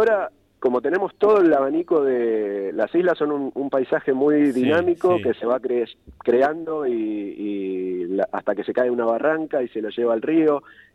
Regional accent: Santa Fe, Argentina; moved away as an adult

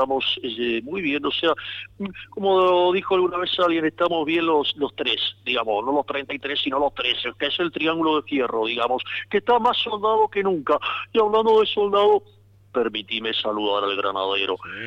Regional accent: Córdoba, Argentina; soy cordobés, sí, digamos, por el Día del Cuarteto

